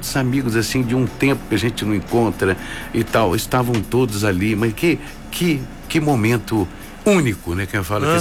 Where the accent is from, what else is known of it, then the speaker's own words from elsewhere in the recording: Juiz de Fora, Minas Gerais, Brazil; Eu já saí daqui, voltei e hoje eu falo de paixão. Eu amo a minha cidade, né?